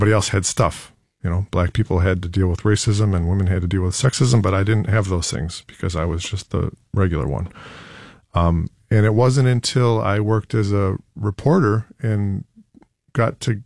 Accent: Penfield, New York, United States; Well, yeah, I'm a white guy. I have a similar background to Shane. I grew up in Penfield

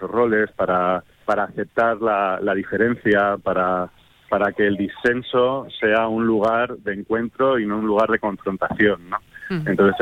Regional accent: Madrid, Community of Madrid, Spain; yo vengo de Madrid.

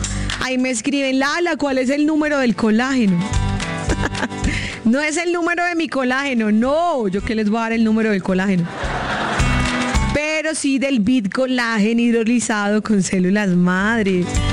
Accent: Boyacá, Colombia; now in Bogotá, Colombia; Si usted de pronto está en mi tierra, en Boyacá, o usted está en Casanare, o usted está en Yopal, o usted está en la costa atlántica, hasta allá llega el producto.

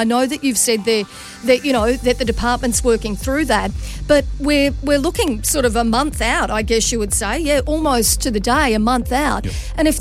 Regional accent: Mount Isa, Queensland, Australia; I grew up in Mount Isa where the Mardi Gras used to happen every year

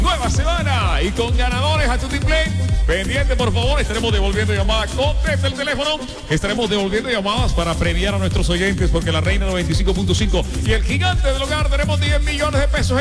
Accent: El Carmen de Bolívar, Bolívar, Colombia; a usted que está pegadito con nosotros en mi tierra, en el Carmen de Bolívar.

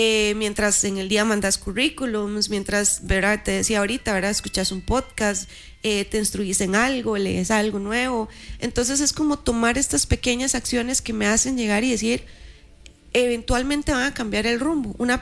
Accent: Costa Rica; yo sé que como ticos tenemos el dicho

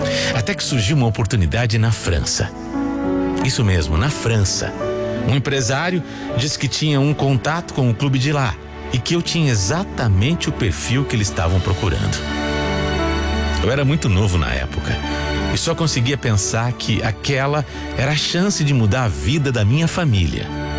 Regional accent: Rio de Janeiro, Brazil; born there; Eu nasci no Rio de Janeiro e desde criança tinha, como muitos meninos, o sonho de ser jogador de futebol.

